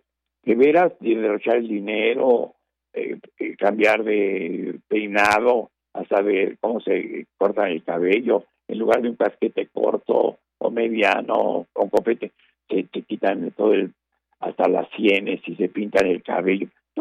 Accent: Mexico; como mexicanos nos puede, yo lo soy

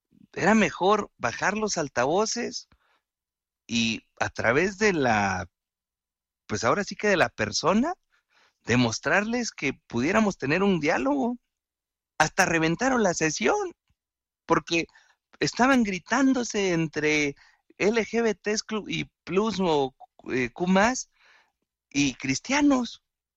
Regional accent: Mexico; que primero somos humanos, que primero somos mexicanos

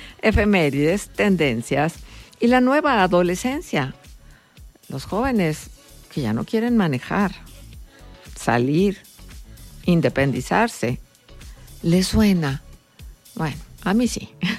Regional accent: Mexico; Todos somos mexicanos.

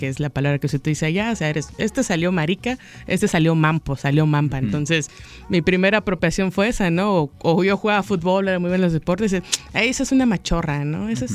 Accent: Chiapas, Mexico; soy de Chiapas y ahí siempre pasan muchas cosas

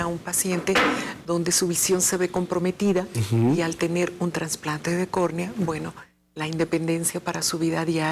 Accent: Mexico; Nosotros como cultura mexicana convivimos con la muerte, la festejamos, la celebramos

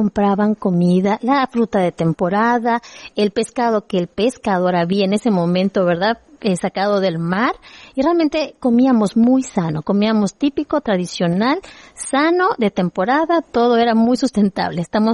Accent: Campeche, Mexico; Y crecí en Santana.

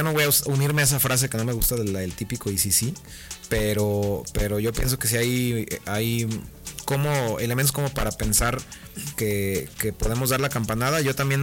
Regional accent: Mexico

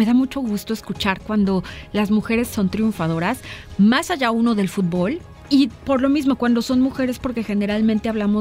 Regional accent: Mexico; que como mexicanos apoyemos.

